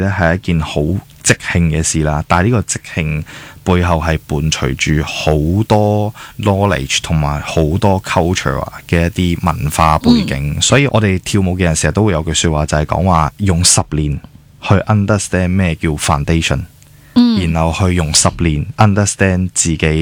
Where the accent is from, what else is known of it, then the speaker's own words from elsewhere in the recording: Hong Kong; 我們曾經在香港土生土長的20年